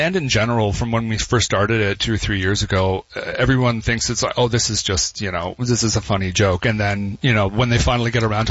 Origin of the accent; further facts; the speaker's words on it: Ottawa, Ontario, Canada; We're from Ottawa, I'm from Ottawa.